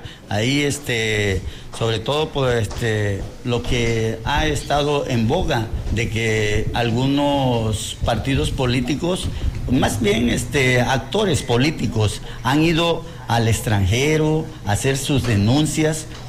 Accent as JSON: {"language": "Spanish", "country": "Mexico", "said": "nuestro pueblo mexicano"}